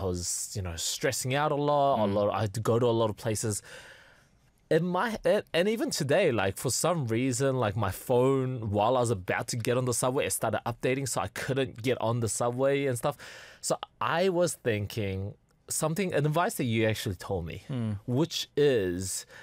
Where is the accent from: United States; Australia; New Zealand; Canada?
New Zealand; I'm Kiwi as well.